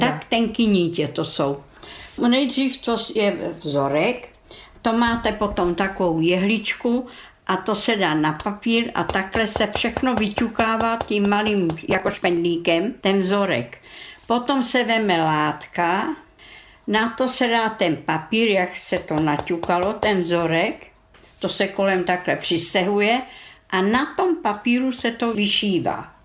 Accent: Krajková, Karlovy Vary Region, Czechia; born there; přímo taky narodila v Krajkovi, moje babička taky v Krajkovi, moje maminka taky v Krajkovi a já taky. Já jsem Němka. Já mám národnost německou a českou státní příslušnost.

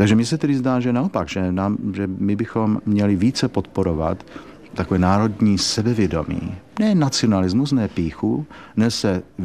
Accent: Bohemia, Czechia; moved away as an adult; now in Australia; Já jsem se narodil koncem války, my jsme už vyrůstali, moje generace, v 50. letech a odcházeli jsme z Československa

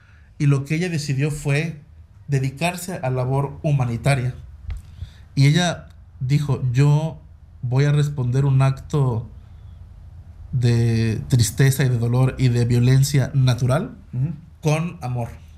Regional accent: Mexico; moved away as an adult; now in Prague, Czech Republic; yo soy mexicano, pero toda la infraestructura, invitados y donde lo produzco, pues es en Praga

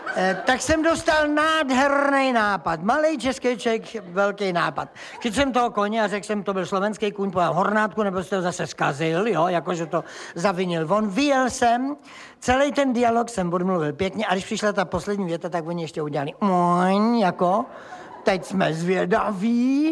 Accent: South Bohemian Region, Czechia; já jsem blbý Jihočech

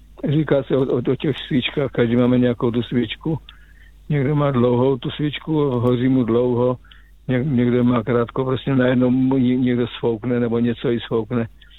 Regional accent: Žeravice, South Moravian Region, Czechia; now in Kopřivnice, Czech Republic; já jsem teda z Kopřivnice, ale vyrůstal jsem v Žeravicích, takže to je 6 km od Brzence.

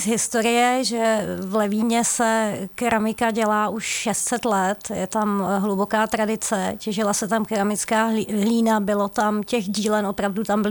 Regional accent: Klínec, Central Bohemian Region, Czechia; moved away; Já pocházím původně z Prahy Západ, z Klínce, u Mníšku pod Brdy.

